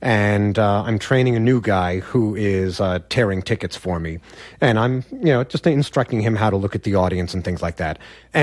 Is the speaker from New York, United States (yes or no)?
yes; Peekskill, New York, United States; now in Montgomery Village, Maryland, United States; I'm originally from Peekskill, New York, and I currently reside in Montgomery Village, Maryland.